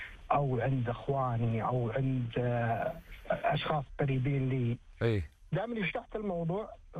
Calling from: Riyadh, Riyadh Province, Saudi Arabia; من الرياض.

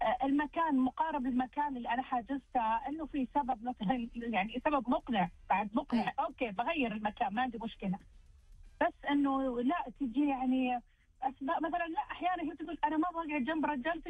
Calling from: Riyadh, Riyadh Province, Saudi Arabia; من الرياض.

